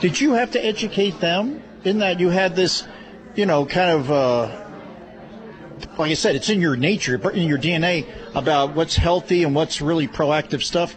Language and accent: English; East Coast, United States; You know, I grew up back east on the East Coast, but then came out west for college